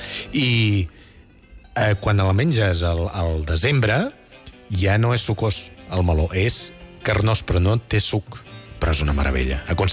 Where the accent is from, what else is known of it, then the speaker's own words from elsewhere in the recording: Catalonia, Spain; Jo, d'on soc jo originari, al Vallès